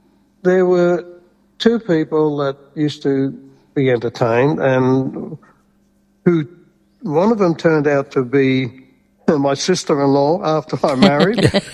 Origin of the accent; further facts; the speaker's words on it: Sydney, New South Wales, Australia; my growing up in Sydney